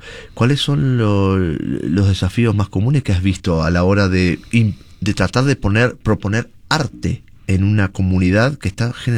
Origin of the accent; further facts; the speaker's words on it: Uruguay; now in Utah, United States; yo soy uruguayo.